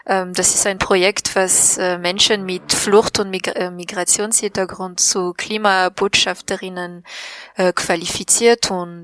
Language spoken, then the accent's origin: German; Madagascar